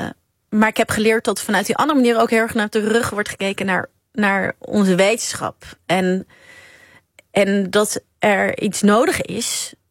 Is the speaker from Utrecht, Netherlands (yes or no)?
yes; Nieuwegein, Utrecht, Netherlands; also born or lived in Amsterdam; now in a village near Utrecht, Netherlands; Ik ben van Amsterdam verhuisd naar een klein dorp vlakbij Utrecht. Dus ik ben Utrecht een beetje aan het... Nee, ik kom ook uit Nieuwegein oorspronkelijk, maar ik ben nog meer van Utrecht gaan houden de laatste paar jaar.